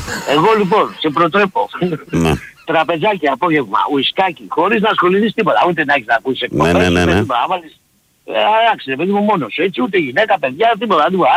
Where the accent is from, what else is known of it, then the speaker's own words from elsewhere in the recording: Nea Makri, Attica, Greece; επειδή είμαι και εγώ από Νέα Μάκρη